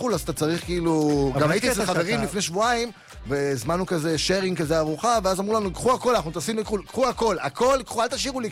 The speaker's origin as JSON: {"language": "Hebrew", "town": "Yavne", "region": "Central District", "country": "Israel", "said": "אצלנו ביבנה"}